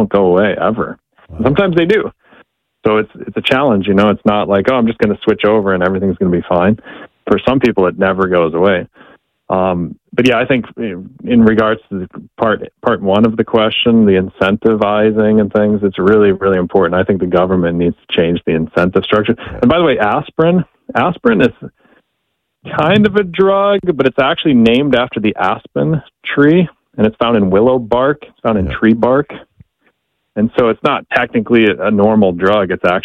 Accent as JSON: {"language": "English", "region": "Minnesota", "country": "United States", "tie": "born or raised there", "said": "I grew up in Minnesota."}